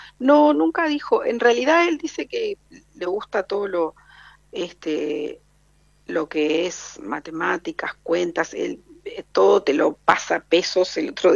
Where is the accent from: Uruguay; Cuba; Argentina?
Uruguay; born there; el pueblito este que yo te digo, donde yo nací, también es muy muy bonito